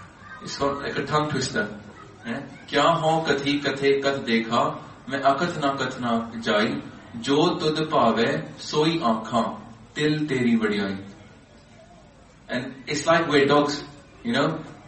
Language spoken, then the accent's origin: English; Southall, London, United Kingdom; apart from Benji who's from Canada, we grew up in Southall. You know, this is our Gurdwara.